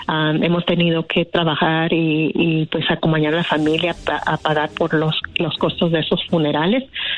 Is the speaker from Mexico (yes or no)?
yes; Mexico; nosotros como mexicanos